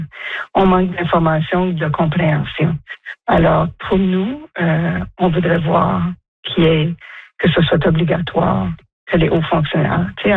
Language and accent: French; Canada; Je suis une Acadienne. J'ai une Acadienne dans le cœur, dans mes veines, dans mon sang.